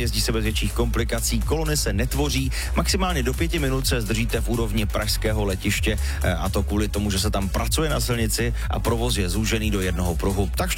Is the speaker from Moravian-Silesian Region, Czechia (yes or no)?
no; Zlín, Zlín Region, Czechia; a to bylo v Kroměříži, protože já jsem z Lína, že jo